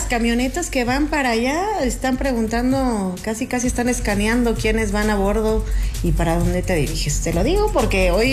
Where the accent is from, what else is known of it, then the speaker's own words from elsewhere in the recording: Cuernavaca, Morelos, Mexico; yo soy de San Antón.